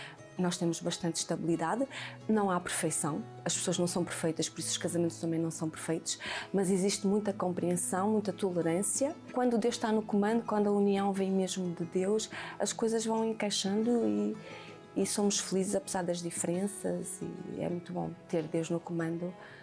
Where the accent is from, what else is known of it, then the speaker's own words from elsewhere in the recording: Porto, Norte, Portugal; now in Almada, Portugal; Às vezes eu vinha cá à Almada, porque eu sou do Porto.